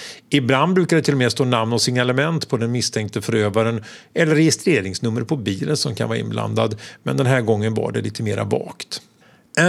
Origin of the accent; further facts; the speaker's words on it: Sweden; hemma i Sverige